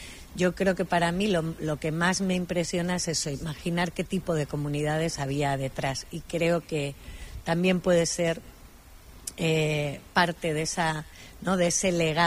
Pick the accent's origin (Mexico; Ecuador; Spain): Spain; Cáceres, Extremadura; now in Basque Country, Spain; Yo soy de Cáceres y aquí estoy